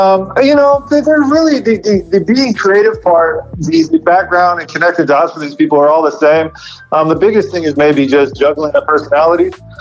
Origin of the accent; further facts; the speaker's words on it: California, United States; So I as a high school kid, man, growing up in the Bay Area, big fan of some of the local rap and hip hop around here.